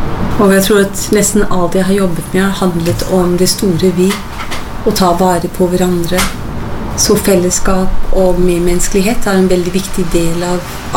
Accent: Scotland, United Kingdom; now in Norway; er født og oppvokst i Skottland, kom til Norge i 1986 og har bodd her siden.

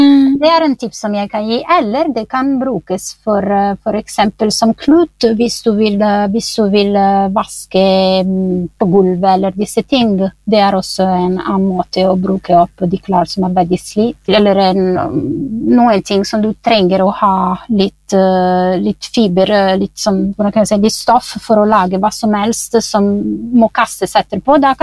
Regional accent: Italy; Norwegian is a second language; now in Norway; Jeg begynte sånn når jeg kommer fra Italia så jeg begynte sånn med mine venninner og så beholdet den tradisjonen her med mine nye venninner her I Norge

